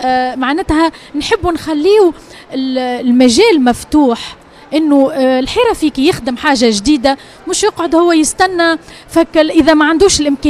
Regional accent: Tunisia; انا تونسية ابا عن جد، وخدمتي في تونس ودمي في تونس

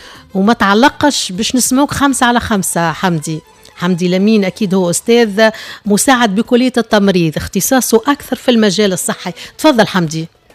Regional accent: Tunisia; also born or lived in France / Finland / Italy; now in Saudi Arabia; أنا تونسي ومرحبا بكم الكل.

